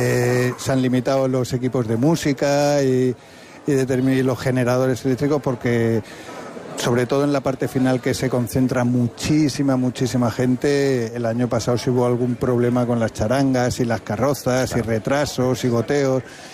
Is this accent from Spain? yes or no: yes; Madrid, Community of Madrid, Spain; Yo soy madrileño y dicen, hay que ver dos días largos que se pegan allí.